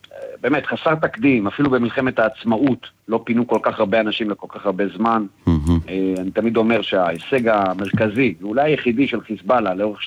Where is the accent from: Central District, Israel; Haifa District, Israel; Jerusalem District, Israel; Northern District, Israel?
Northern District, Israel; Kfar Giladi; moved away as an adult; גדלתי פה, נולדתי פה, חזרתי לפני 11 שנים